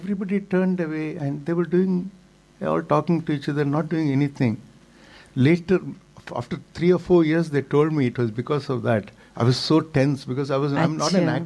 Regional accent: South India, India; because I'm South Indian, and you know, if somebody touches the feet, you feel uncomfortable.

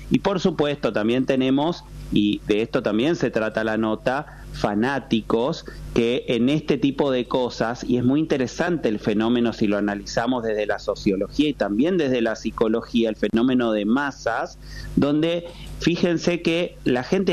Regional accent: Chaco, Argentina; pero me considero del interior porque soy chaqueño

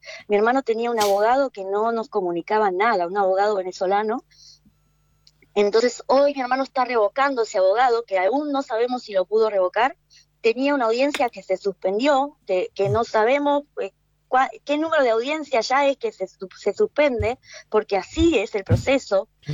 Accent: Argentina; Yo soy argentina, tengo familia, toda mi familia es argentina y nos sentimos abandonados, ¿no?

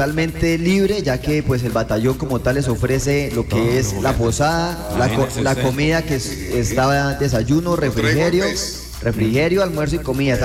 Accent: Piedecuesta, Santander, Colombia; yo soy nativo de acá, de Piedecuesta, de la Mesa de los Santos

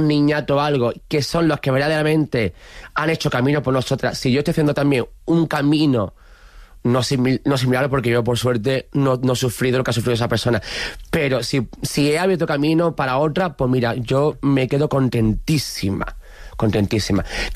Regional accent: Jerez de la Frontera, Andalusia, Spain; En mi tierra, en Jerez, de pregón, en Cádiz, en San Fernando.

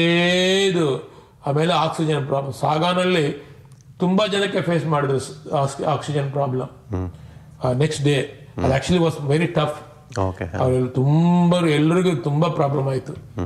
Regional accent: Tibet, China; born there; Kannada is a second language; moved away; ನಾವು ಟಿಬೆಟ್ನವರು ಇಲ್ಲೇ ಹುಟ್ಟಿರೋದು

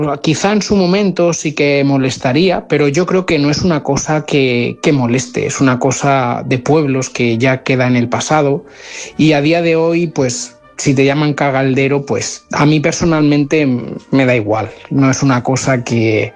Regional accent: Elda, Valencian Community, Spain; Yo soy de Elda y en mi pueblo, los de Petrer particularmente, nos llaman cagalderos.

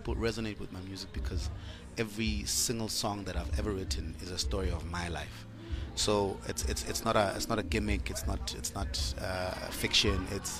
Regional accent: Free State, South Africa; now in Bloemfontein, South Africa; I am not from Bloem, but I am from the province. So when I moved to Bloem, my career of music started at a jazz club called Moods and Flavors here.

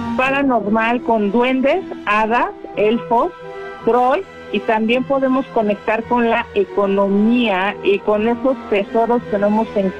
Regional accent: Mexico; nos ponemos la camiseta porque así somos los mexicanos.

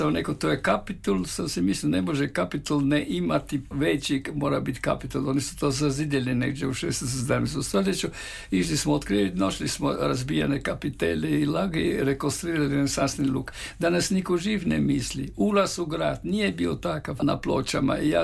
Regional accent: Krapina-Zagorje County, Croatia; a ja kao lukavi Zagorac, ja sam jednostavno išao tamo

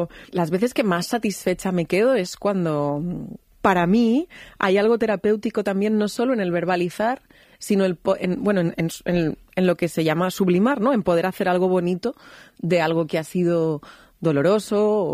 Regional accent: Madrid, Community of Madrid, Spain

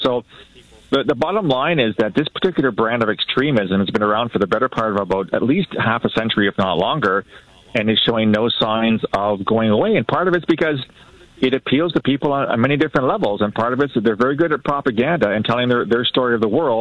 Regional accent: London, Ontario, Canada; I mean, I grew up in London, Ontario, right?

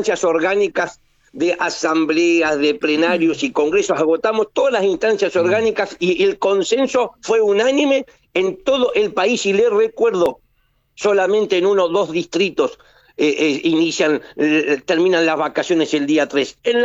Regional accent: Argentina; ¿En serio, como argentinos, vamos a tolerar que esta Cristalina Georgieva nos diga que no le preocupa que la Argentina no tenga dinero para pagar la deuda?

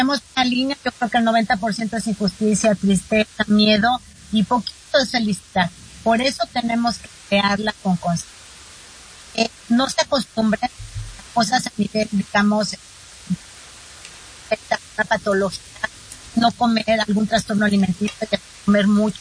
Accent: Mexico; yo soy mexicana, tenemos el Día de los Muertos

